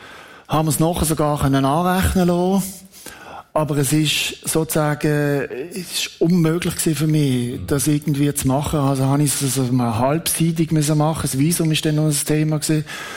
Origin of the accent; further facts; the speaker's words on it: Switzerland; ich bin Schweizer, mir ist da, ich bin neutral